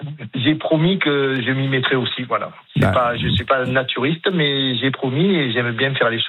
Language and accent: French; Caramany, Occitanie, France; Je suis né à Caramani. J'ai été à l'école à Caramani. Je n'habite plus, mais je travaille à Caramani, oui.